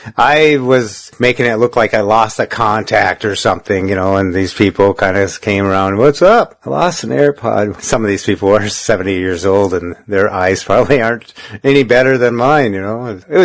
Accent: Minnesota, United States; You notice, I'm from Minnesota.

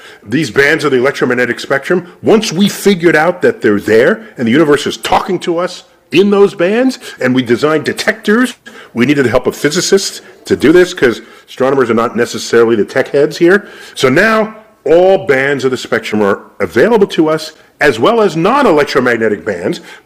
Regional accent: New York City, New York, United States; And I grew up in New York City, so it wasn't just on a special trip to the Hayden Planetarium.

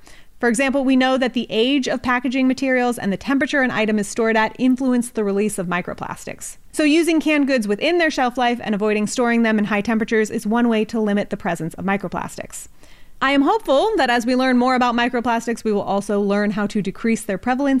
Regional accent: California, United States; my home state of California just passed a bill

